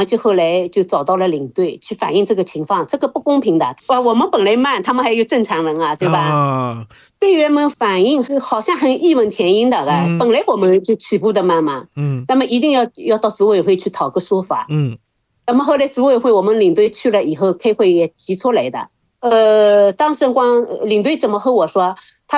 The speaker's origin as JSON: {"language": "Chinese", "country": "China"}